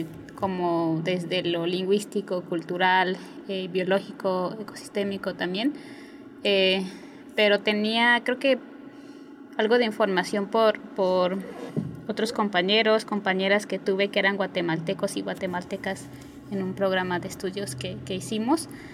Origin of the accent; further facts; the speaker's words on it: Zinacantán, Chiapas, Mexico; Soy originaria de un municipio que se llama Sinacantán, de los Altos de Chiapas.